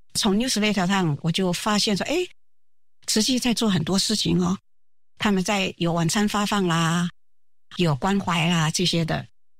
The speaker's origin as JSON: {"language": "Chinese", "country": "Taiwan", "tie": "born or raised there", "also_born_or_lived": "New York", "moved": "as an adult", "said": "所以我是在台湾出生的。"}